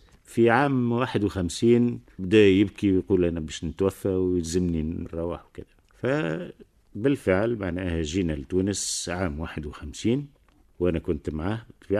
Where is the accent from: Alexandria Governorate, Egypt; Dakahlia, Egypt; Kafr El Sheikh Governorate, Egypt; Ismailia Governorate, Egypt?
Alexandria Governorate, Egypt; Alexandria; born there; أنا من مواليد الإسكندرية بمصر في 29 ديسمبر 39، من أب مصري وأم تونسية، الوالد من صعيد مصر والأم من شمال تونس.